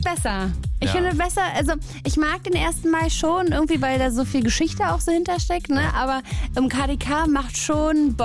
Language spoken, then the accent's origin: German; Berlin, Germany; Und ich bin ja Berlinerin